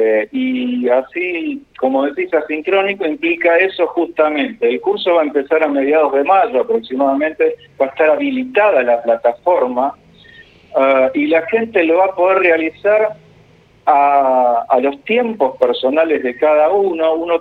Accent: Argentina

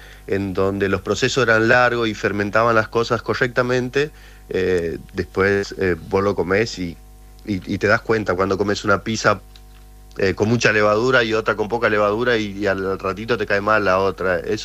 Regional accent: Puerto Madryn, Chubut, Argentina; Yo te escuchaba igual, yo todavía no llegué a Puerto Madryn, estoy en Buenos Aires.

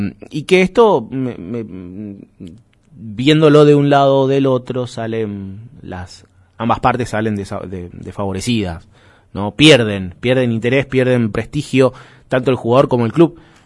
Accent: Argentina; siendo argentinos

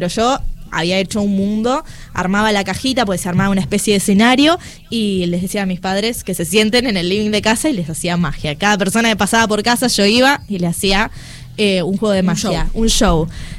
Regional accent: Berazategui, Buenos Aires Province, Argentina; yo soy, como decía, de Berazategui, entonces todo me quedaba lejos.

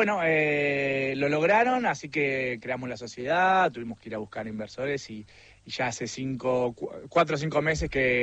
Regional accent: Argentina; moved away as an adult; also born or lived in Brazil; now in Montpellier, France; tenía ganas de volver a Argentina con mis amigos

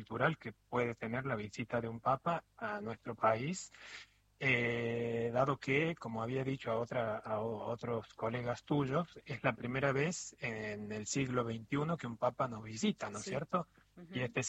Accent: Córdoba, Argentina; now in Italy; Soy cordobés y no sé si se siente

